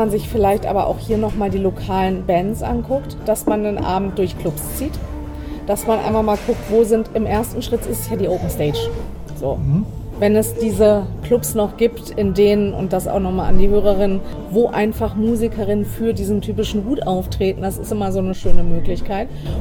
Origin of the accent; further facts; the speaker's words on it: Lower Saxony, Germany; Ich komme aus einer kleinen Stadt in Niedersachsen und wir sind da natürlich schon irgendwie so unsere 30, 45 Minuten in nächsten Städte gefahren.